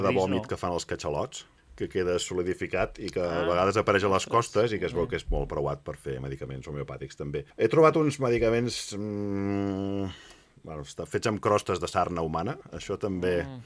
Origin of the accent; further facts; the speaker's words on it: Catalonia, Spain; els catalans tenim una forma de calcular.